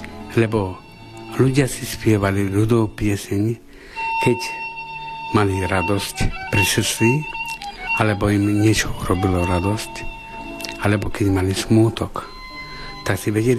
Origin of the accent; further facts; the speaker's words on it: Očová, Banská Bystrica Region, Slovakia; born there; nakoľko som sa narodil v Očovej